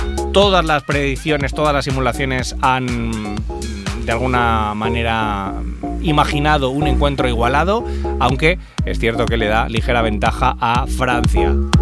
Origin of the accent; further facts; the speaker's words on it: Spain